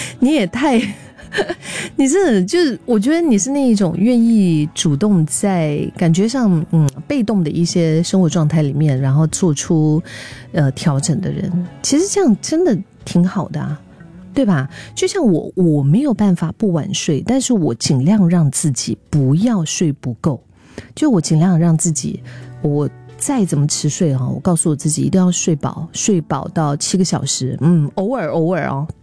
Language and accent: Chinese; Singapore